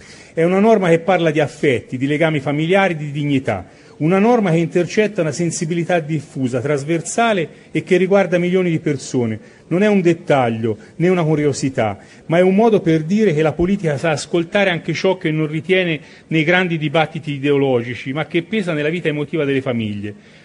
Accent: Tuscany, Italy

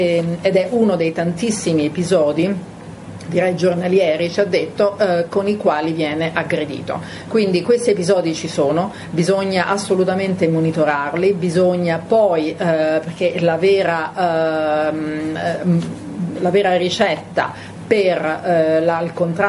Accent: Rome, Lazio, Italy; born there; proprio qui, nella mia città natale.

